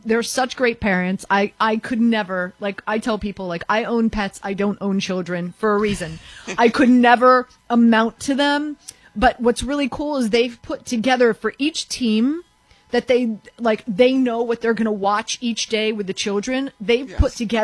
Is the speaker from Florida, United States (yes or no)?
yes; Miami, Florida, United States; Well, I'm born and raised in Miami.